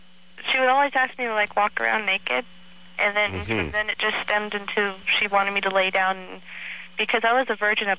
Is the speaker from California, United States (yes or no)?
yes; Chino, California, United States; also born or lived in East Los Angeles; I was born and raised in the L.A. area. I was born in East L.A. I grew up in Chino.